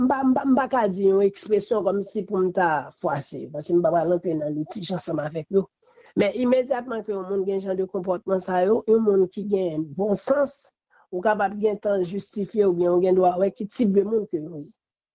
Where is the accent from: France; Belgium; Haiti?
Haiti; Et pas quoi que c'est seul président Aristide en tant que haïtien seulement que nous gagnons.